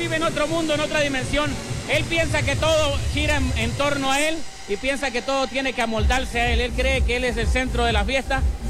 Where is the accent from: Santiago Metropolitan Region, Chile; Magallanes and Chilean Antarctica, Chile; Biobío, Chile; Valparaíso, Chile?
Valparaíso, Chile; Viña del Mar; yo soy de Chile, de Sudamérica, de la ciudad de Viña del Mar.